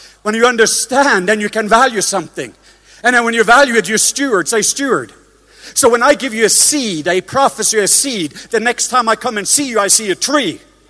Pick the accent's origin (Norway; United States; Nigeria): Norway; moved away; he's actually going to go to Norway on Wednesday to my home country.